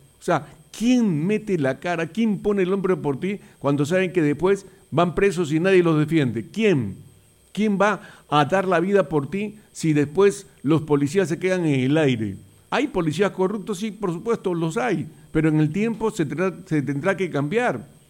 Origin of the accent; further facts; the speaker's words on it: Peru; Yo soy peruano y soy patriota y me considero patriota